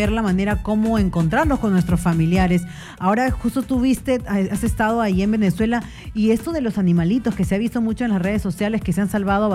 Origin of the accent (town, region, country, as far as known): Peru